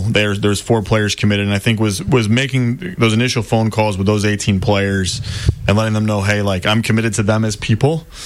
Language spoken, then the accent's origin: English; Chicago, Illinois, United States; I grew up in Chicago.